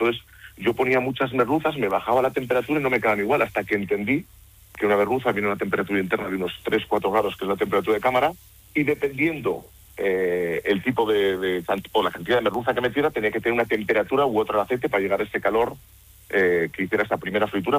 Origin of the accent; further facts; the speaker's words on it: Cantabria, Spain; moved away as an adult; now in Burgos, Spain; Yo me siento muy burgalés, pero yo soy cántabro de nacimiento, tengo un apellido pasiego de los Valles Pasiegos, mi descendencia viene de la Vega del Paz, de San Pedro Romeral, y Cantabria es la tierra que me vio nacer. Mi adolescencia la pasé en Cantabria